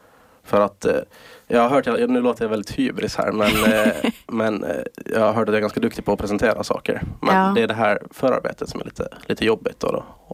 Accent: Åland, Finland; Så liksom, det är min hemort, det är Åland.

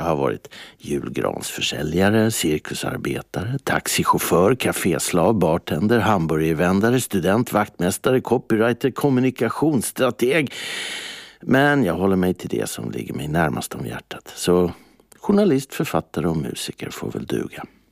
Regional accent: Stockholm, Stockholm County, Sweden; min barndom och uppväxt i Tanto på Södermalm i Stockholm på 70-talet.

